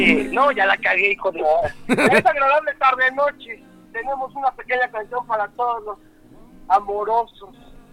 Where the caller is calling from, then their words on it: Mexico; como buen mexicano